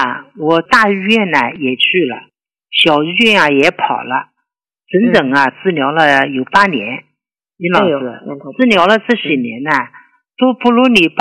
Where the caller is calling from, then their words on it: Jiangsu, China; 我是江苏的。